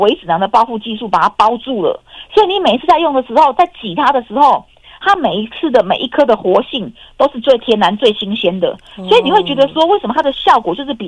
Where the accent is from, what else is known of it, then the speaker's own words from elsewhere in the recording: Taiwan; 因为日本的日本的收入是我们台湾人的4倍。